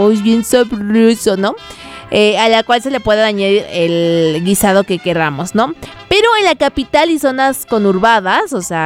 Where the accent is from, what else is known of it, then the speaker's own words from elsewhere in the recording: Mexico City, Mexico; siendo chilanga, he pedido quesadillas y me la dan sin queso.